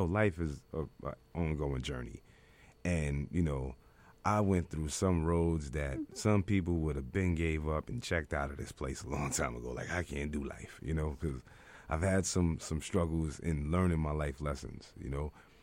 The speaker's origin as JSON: {"language": "English", "town": "New York City", "region": "New York", "country": "United States", "said": "I'm from Harlem"}